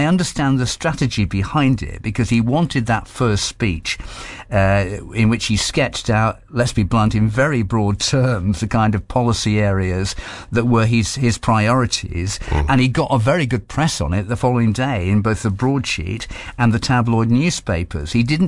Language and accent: English; Ashton-in-Makerfield, North West England, United Kingdom; Makerfield, which happens to be my hometown. I was born in Ashton in Makerfield